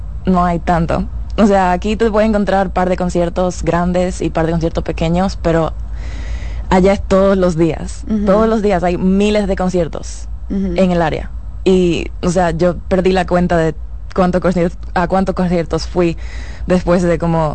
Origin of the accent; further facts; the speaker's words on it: Dominican Republic; moved away as an adult; yo nací aquí, soy dominicana. Estuve aquí hasta que me gradué del colegio.